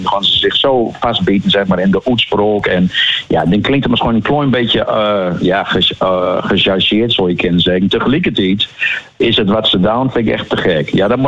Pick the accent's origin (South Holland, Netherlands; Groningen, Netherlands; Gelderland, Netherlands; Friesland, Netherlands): Groningen, Netherlands; want ik ben een Groninger